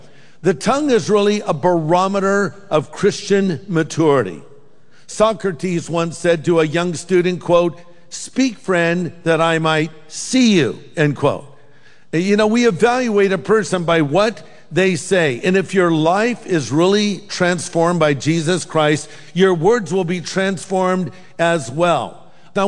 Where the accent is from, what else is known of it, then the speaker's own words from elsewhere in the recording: California, United States; Well, listen, I'm from California, okay?